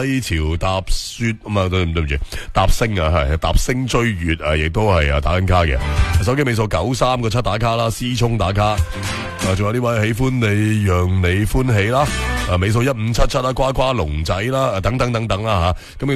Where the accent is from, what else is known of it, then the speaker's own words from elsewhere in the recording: Guangdong, China; 我哋广东人有几多个唔识煲汤嘅